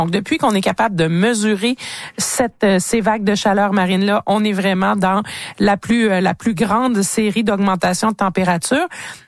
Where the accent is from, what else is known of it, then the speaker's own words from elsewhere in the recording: Canada; Ben, ici chez nous au Canada, on a Uranos